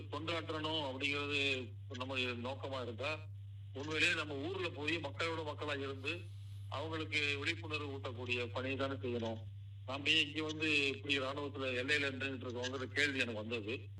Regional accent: Nanmeni Mettupatti, Tamil Nadu, India; also born or lived in Nagalapuram; நான் பிறந்த ஊர் வந்து நாகலாபுரம். அப்பா ஊர் வந்து நன்மேனி மேட்டுப்பட்டி விருதுநகர் மாவட்டத்தில் இருக்கிற ஊரு. என்னுடைய இளமை காலம் முழுவதும் நான் நன்மேனி மேட்டுப்பட்டியில தான் நான் இருந்தேன்.

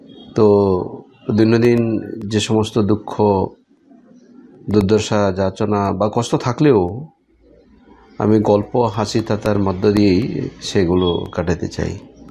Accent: Tripura, India; আমার বেড়ে ওঠা বঘাভাতেই এক কৃষক পরিবারে, আমরা সবাই বোন।

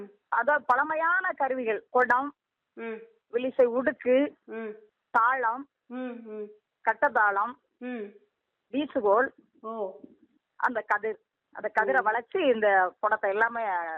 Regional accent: Thoothukudi district, Tamil Nadu, India; now in Kokkirakulam, Tirunelveli district, India; எங்க நான் பிறந்த ஊரு தூத்துக்குடி மாவட்டம் உடக்குடிங்கிற கிராமம்.

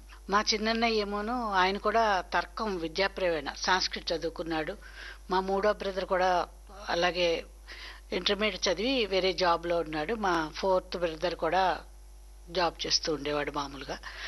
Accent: Kovvur, Andhra Pradesh, India; మాది వెస్ట్ గోదావరి కొవ్వూరు, పశ్చిమ గోదావరి జిల్లా. అక్కడ జన్మించడం జరిగింది. నా బాల్యం అంతా కూడా కొవ్వూరులోనే జరిగింది.

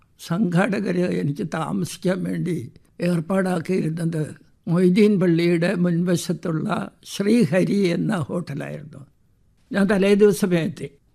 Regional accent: Thiruvananthapuram, Kerala, India; now in Kozhikode, India; ഞാൻ തിരുവനന്തപുരത്തുകാരനാണ്. കോഴിക്കോട്ട് വന്നപ്പോൾ എഴുതി തുടങ്ങിയ ഒരു ചെറുപ്പക്കാരനായ എന്നെ കാണാൻ ഈ വലിയ എഴുത്തുകാർ എങ്ങനെ എൻ്റെ റൂം അന്വേഷിച്ചെത്തി

